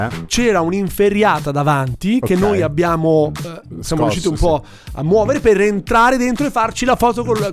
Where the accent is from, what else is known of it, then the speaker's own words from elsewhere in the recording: Barlassina, Lombardy, Italy; nel mio paese. Lo dico, a Barlassina.